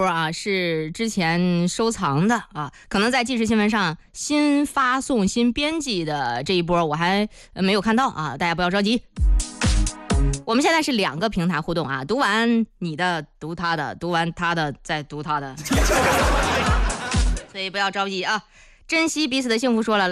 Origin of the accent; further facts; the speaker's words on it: Zhengding, Hebei, China; 梅梅良是我的老乡啊，他也是正定人。